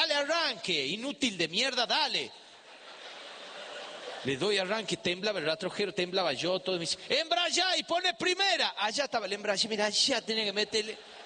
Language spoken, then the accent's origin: Spanish; Famaillá, Tucumán, Argentina; igual me dieron el carnet de manejo en la dirección de tránsito de la municipalidad de Famaillá, en mi pueblo natal